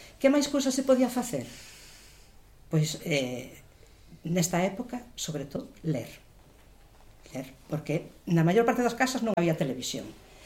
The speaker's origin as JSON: {"language": "Galician", "town": "Ferrol", "region": "Galicia", "country": "Spain", "said": "Eu síntome identificada porque eu son de Ferrol, pero son do Río do Tronco e tamén pois un barrio medio urbano, medio rural, nos anos 60"}